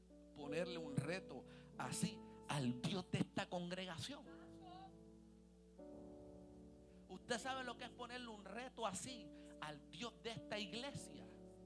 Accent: Panama; Pero en esta iglesia no somos puertorriqueños, somos panameños.

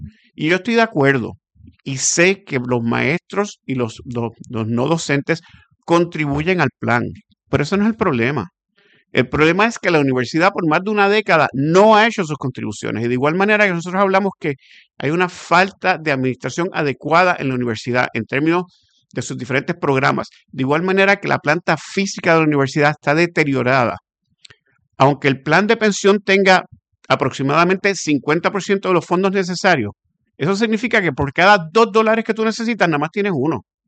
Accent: Puerto Rico; Yo soy un puertorriqueño, yo vivo en Puerto Rico, mis hijos viven aquí, van a la escuela aquí, y yo soy parte de la sociedad puertorriqueña, soy parte de las personas que nos levantamos a trabajar en Puerto Rico y pagamos contribuciones.

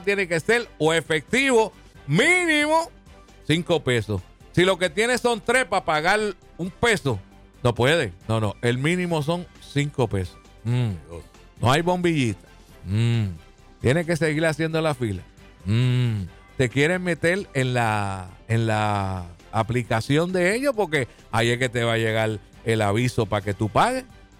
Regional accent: Puerto Rico; Porque somos boricuas.

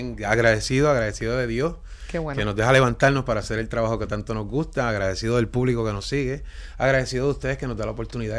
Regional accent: Puerto Rico; sentía la necesidad del calorcito puertorriqueño y como yo soy tan boricua.

